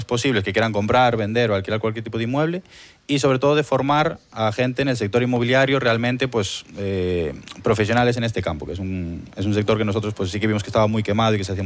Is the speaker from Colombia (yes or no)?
no; Galicia, Spain; hoy estamos aquí en Roes, que es de hecho de donde soy yo, del mismo ayuntamiento.